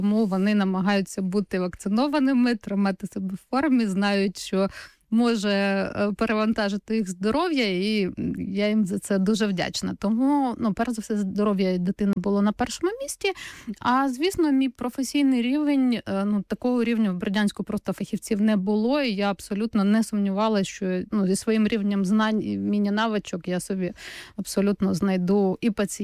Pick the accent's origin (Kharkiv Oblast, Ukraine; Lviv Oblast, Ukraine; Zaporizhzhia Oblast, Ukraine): Zaporizhzhia Oblast, Ukraine; Vasylivka; Я взагалі родом з Запоріжжя. Я народилася в Запорізькій області. Є таке містечко Васильівка.